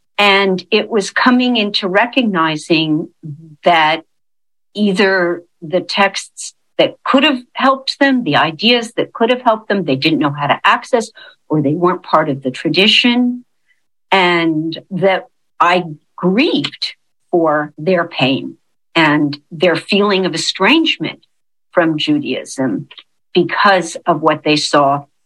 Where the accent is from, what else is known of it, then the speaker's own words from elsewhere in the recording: Los Angeles, California, United States; born there; So I was born in Los Angeles. My parents were not religious, but my father was a very literate Jew and passionate about Israel and passionate about Hebrew.